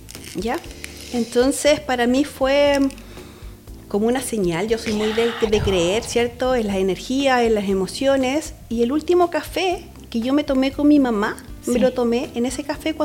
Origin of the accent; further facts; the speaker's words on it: Maule, Chile; en la séptima región de donde yo soy.